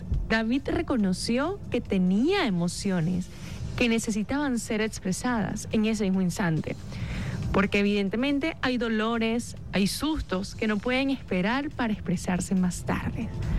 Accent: Venezuela; yo como venezolano

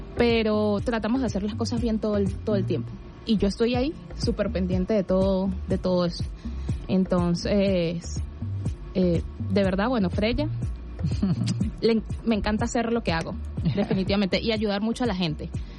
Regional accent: Táchira, Venezuela; also born or lived in Caracas; sí vengo de Táchira. Nací en Caracas. Mi familia desde muy pequeña me llevó a Táchira y evidentemente allí me crié, por eso es que de repente físicamente soy caraqueña, pero si hablo, ya no.

